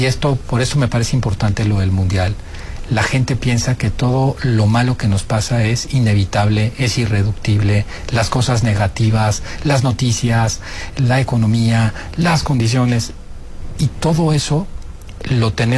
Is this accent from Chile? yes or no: no; Mexico; Yo soy mexicano estoy orgullosa de ser mexicano